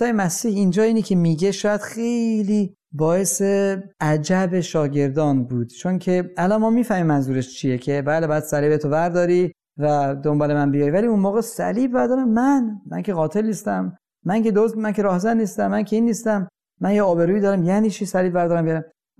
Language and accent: Persian; Iran; ماها همه در ایران متولد شدیم، بزرگ شدیم